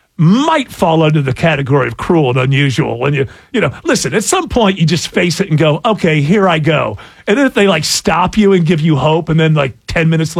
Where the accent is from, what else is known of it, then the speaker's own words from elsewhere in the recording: England, United Kingdom; I'm English, so I know 34 people named Nigel.